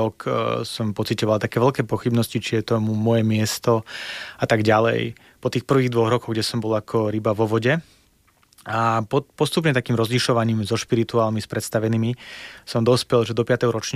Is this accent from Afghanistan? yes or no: no; Belarus; Slovak is a second language; now in Slovakia; že ja sa hlásim k tomu, že som Bielorus. Vždy, keď tam prídem, tak je tam trošku nostalgia, ale zároveň sa necítim ako súčasť tej rodiny toho národa, že skôr som doma na Slovensku.